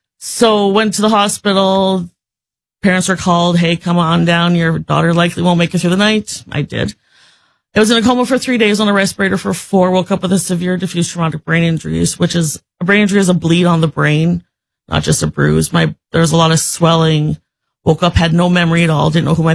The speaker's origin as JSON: {"language": "English", "town": "Regina", "region": "Saskatchewan", "country": "Canada", "tie": "born or raised there", "said": "That is correct. Spent 47 years here almost."}